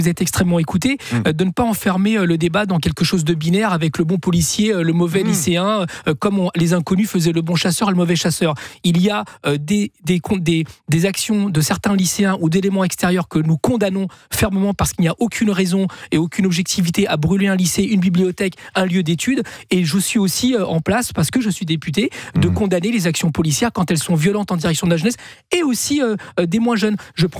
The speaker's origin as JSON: {"language": "French", "country": "Chile", "lives_now": "France", "said": "je ne suis pas né en France. Mais c'est quelque chose qui a eu lieu dans mon pays d'origine. Rappelez-vous, au Chili, quand les jeunes se sont rebellés contre l'augmentation du tarif du métro"}